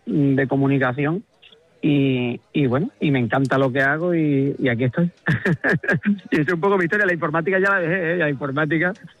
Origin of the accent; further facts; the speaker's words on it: Villanueva, Andalusia, Spain; Yo digo que Villanueva está a 40 kilómetros de todo, porque está a 40 kilómetros de Huelva capital, está a 45 de Sevilla, está a 42 del Rocío